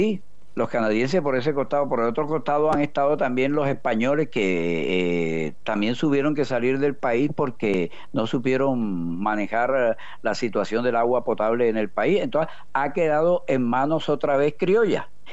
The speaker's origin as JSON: {"language": "Spanish", "town": "Barranquilla", "region": "Atlántico", "country": "Colombia", "said": "como decimos acá en la costa"}